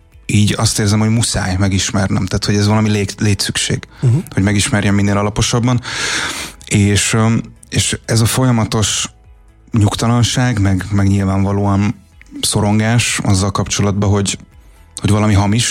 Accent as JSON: {"language": "Hungarian", "region": "Budapest", "country": "Hungary", "tie": "born or raised there", "said": "Gazdagréten születtem, de főleg Budán nőttem fel."}